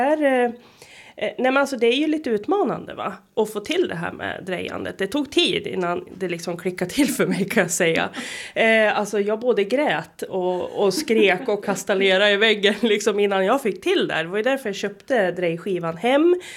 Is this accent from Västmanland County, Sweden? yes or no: yes; Sala, Västmanland County, Sweden; now in Heby, Sweden; jag är ju från Sala